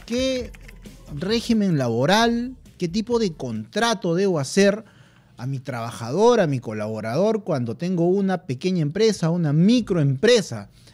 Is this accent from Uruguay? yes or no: no; Huancayo, Junín, Peru; Huancayo, mi tierra